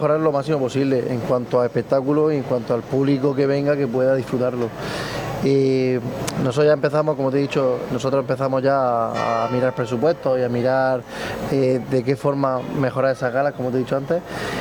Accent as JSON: {"language": "Spanish", "town": "Águilas", "region": "Region of Murcia", "country": "Spain", "said": "Porque los que somos de Águilas ya desde pequeñicos empezamos con el tema del carnaval y es algo que es nuestra fiesta principal"}